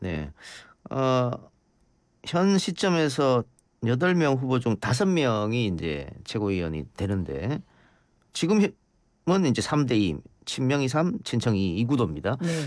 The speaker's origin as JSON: {"language": "Korean", "town": "Andong", "region": "North Gyeongsang", "country": "South Korea", "tie": "born or raised there", "said": "저도 고향이 경북 안동이어서"}